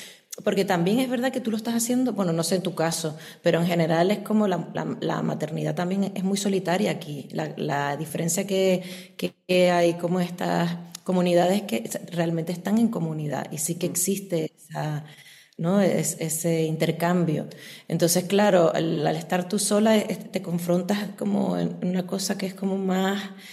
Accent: Canary Islands, Spain; siempre estoy yo soy de las Islas Canarias y entonces mis ancestras, pues los ancestros de las Islas Canarias, en Tenerife en concreto, momificaban

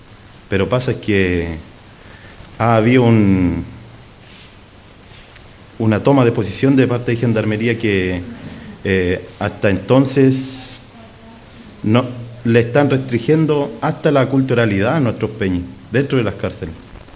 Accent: Araucanía, Chile; yo vengo de Malleco

